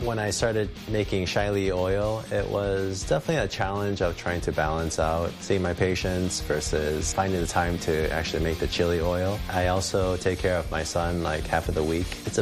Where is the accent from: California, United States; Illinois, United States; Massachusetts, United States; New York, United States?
Illinois, United States; Chicago; I was born and raised in Chicago, lived here my entire life.